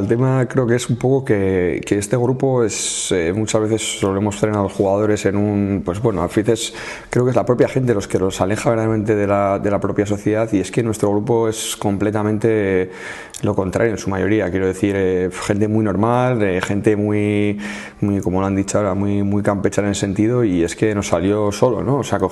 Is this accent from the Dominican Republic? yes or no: no; San Sebastián, Basque Country, Spain; also born or lived in Asturias; now in Cantabria, Spain; yo soy un chaval de San Sebastián, ¿no? De Donosti, muy chaval, muy normal